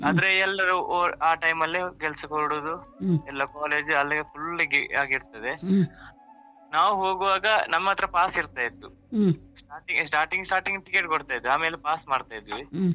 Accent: Bantwal, Karnataka, India; Bantwal ma'am.

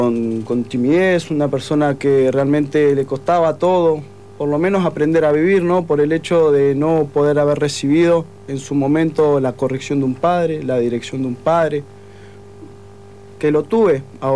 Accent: Montevideo, Uruguay; yo soy de Montevideo, del Cerro de Montevideo, allí viví toda mi vida.

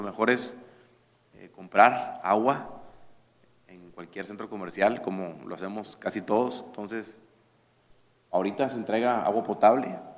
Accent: Coahuila, Mexico

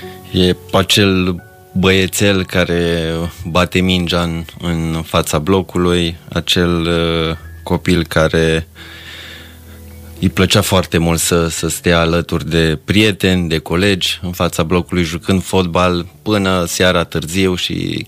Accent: Dej, Cluj County, Romania; born there; Da, m-am născut la Dej.

